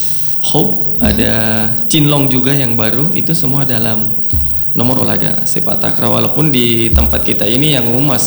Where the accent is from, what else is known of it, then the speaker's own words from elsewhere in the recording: West Sulawesi, Indonesia; bahwa memang kita ini asli Sulawesi Barat. Kita tidak mentransfer atlet dari luar atau dari mana, kita betul-betul orang asli Sulawesi Barat.